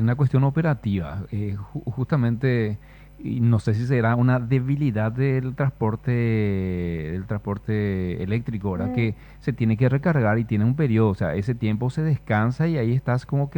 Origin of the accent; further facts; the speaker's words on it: Capiatá, Central, Paraguay; Yo soy de Capiatá.